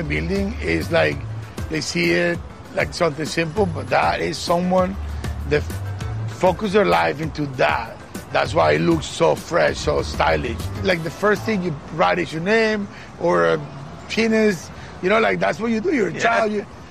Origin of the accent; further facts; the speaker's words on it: Venezuela; born there; English is a second language; moved away as an adult; I was born in Venezuela.